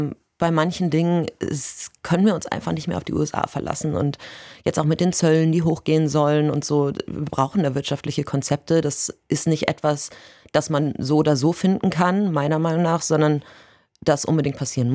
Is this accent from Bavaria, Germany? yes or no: yes; Bavaria, Germany; Ich meine Semmeln. Also ich bin aus Bayern.